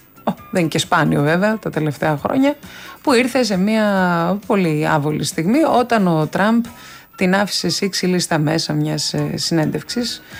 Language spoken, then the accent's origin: Greek; Western Greece, Greece; εγώ επειδή είμαι συντοπίτησα, δηλαδή είμαι απέναντι από τη Λευκάδα, τα ξέρω αυτά τα μέρη και τα αγαπώ αυτά τα μέρη.